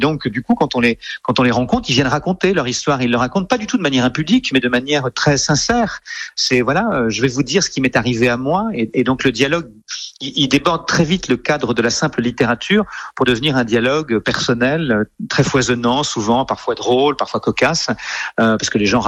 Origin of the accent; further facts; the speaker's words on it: France; moved away as an adult; also born or lived in Montreal; en 99, je vivais à Montréal, donc j'étais loin de la France, loin de mes bases, dans le décalage horaire.